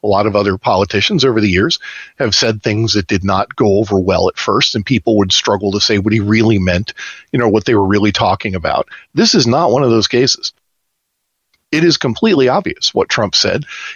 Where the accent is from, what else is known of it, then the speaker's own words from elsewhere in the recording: New Jersey, United States; moved away; I come from New Jersey originally.